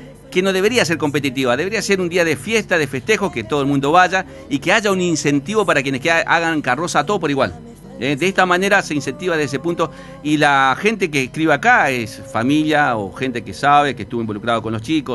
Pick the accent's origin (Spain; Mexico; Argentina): Argentina; Román, Santa Fe; somos acá de Román, Santa Fe, provincia de Santa Fe, República Argentina, departamento San Javier.